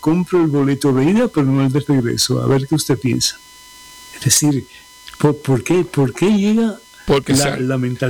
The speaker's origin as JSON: {"language": "Spanish", "country": "Cuba", "said": "que yo estaba en Colombia y una muchacha que nos sirvió café me dice, ¿y usted dónde es? Y yo digo, soy de Cuba."}